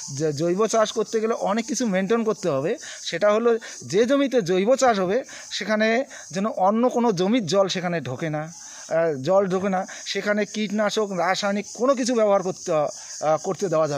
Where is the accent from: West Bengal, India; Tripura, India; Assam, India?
West Bengal, India; আমাদের উত্তরবঙ্গ